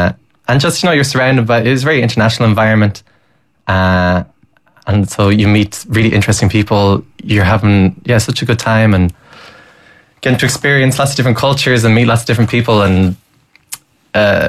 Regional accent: Ireland

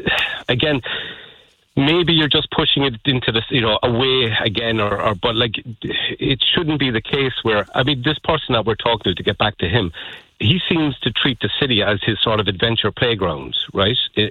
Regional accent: Cork, Munster, Ireland; when I was growing up in Cork, there were maybe two or three, we used to call them winos.

